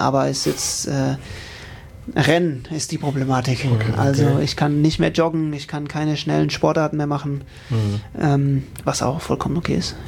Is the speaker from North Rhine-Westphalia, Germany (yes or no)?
no; Rhineland-Palatinate, Germany